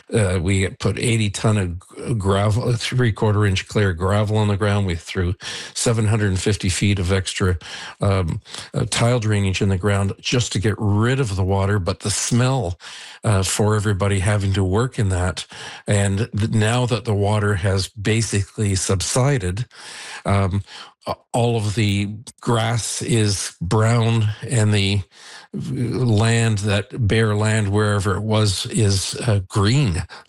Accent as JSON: {"language": "English", "town": "Niagara-on-the-Lake", "region": "Ontario", "country": "Canada", "tie": "born or raised there", "said": "And I've lived on this road for 41 years, and I grew up in Niagara-on-the-Lake for 69 years. So it's my entire life."}